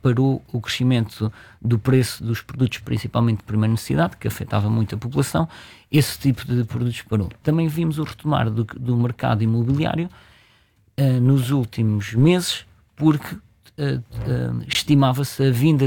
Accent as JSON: {"language": "Portuguese", "country": "Portugal", "said": "nós como portugueses"}